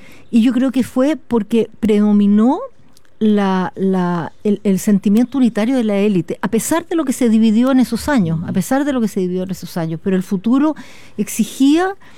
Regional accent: Chile; los chilenos hagamos un esfuerzo

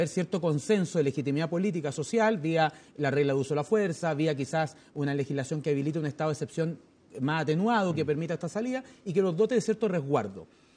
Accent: San Bernardo, Santiago Metropolitan Region, Chile; Yo soy de San Bernardo

